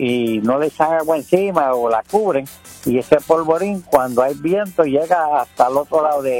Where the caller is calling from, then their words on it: Aguadilla, Puerto Rico; De Playuela, Borinquen.